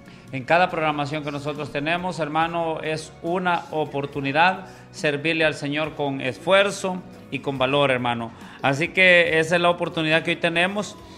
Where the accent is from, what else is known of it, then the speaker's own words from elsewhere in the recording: Coatepeque, Santa Ana, El Salvador; now in near the Guatemala border, El Salvador; crecí en el Resbaladero, hermanos, pero nos encontramos ya, hermano, en lo que es las fronteras hacia Guatemala, pues por acá estamos nosotros ya ubicados.